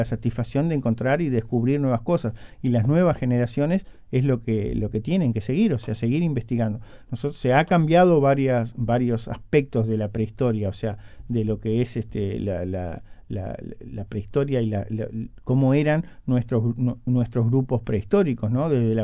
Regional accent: Rivera, Uruguay; yo estudiaba escribanía, sos de Rivera, vine a estudiar escribanía

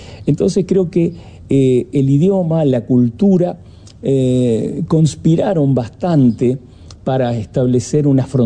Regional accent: Uruguay; mi padre fuera extranjero, soy uruguayo de primera generación, ¿no? Viniese de Viena, de Austria

